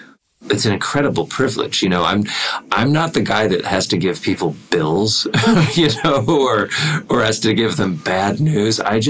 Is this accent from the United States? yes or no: no; Canada; as a Canadian